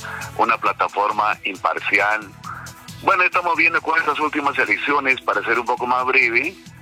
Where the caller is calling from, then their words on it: Urcos, Cusco, Peru; Quispicanchi, Urcos.